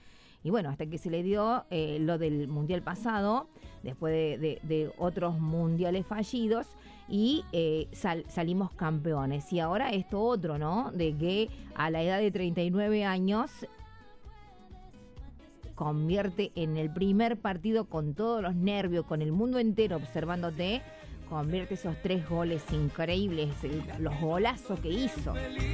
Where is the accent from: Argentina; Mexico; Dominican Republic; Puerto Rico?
Argentina